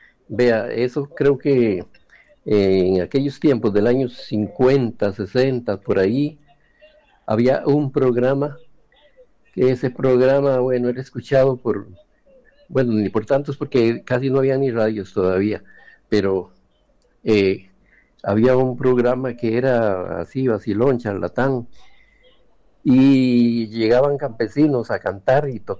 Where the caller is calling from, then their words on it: Puriscal, San José, Costa Rica; de Puriscal.